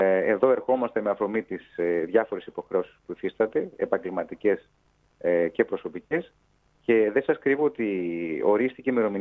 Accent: Samos, North Aegean, Greece; Εγώ πάνω απ' όλα είμαι Σαμιώτης

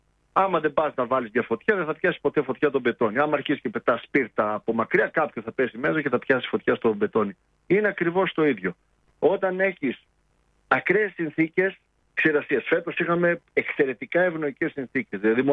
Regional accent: Lemnos, North Aegean, Greece; γιατί κατάγομαι από τη Λίμνο.

